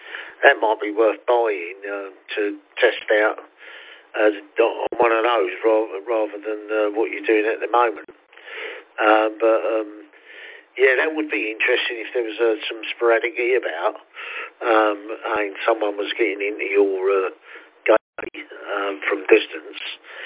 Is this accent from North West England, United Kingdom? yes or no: no; London, United Kingdom; accent: Cockney; I've got the Cockney accent going on